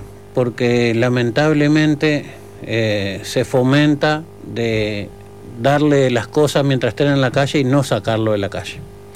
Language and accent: Spanish; Argentina; now in Uruguay; En mi caso, yo soy argentino, vine de allá de Argentina